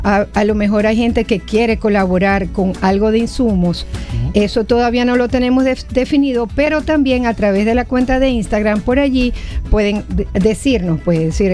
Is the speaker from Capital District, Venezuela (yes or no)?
no; Maracaibo, Zulia, Venezuela; also born or lived in Miami; somos maracuchas que vivimos en Miami o que vivimos en Maracaibo